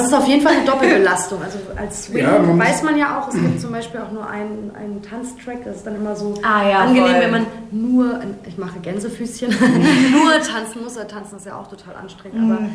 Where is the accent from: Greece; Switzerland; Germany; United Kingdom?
Germany; Berlin; ich bin in Berlin groß geworden, bin auch Berlinerin und bin lustigerweise auch in so einem Haus groß geworden, wie das wir im Stück eigentlich haben, in einem Hausprojekt mit meinen Eltern.